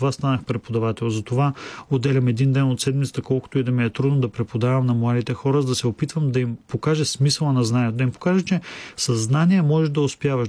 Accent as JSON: {"language": "Bulgarian", "town": "Smolyan", "region": "Smolyan Province", "country": "Bulgaria", "tie": "born or raised there", "said": "аз съм израснал в малко градче, Смолен. Аз съм от Смолен, от Родопите. Там всички се познават."}